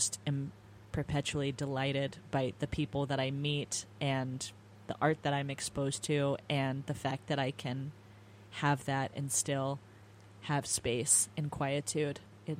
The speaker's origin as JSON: {"language": "English", "region": "California", "country": "United States", "also_born_or_lived": "San Francisco Bay Area", "moved": "as an adult", "lives_now": "New York, United States", "said": "I'm Californian to my core."}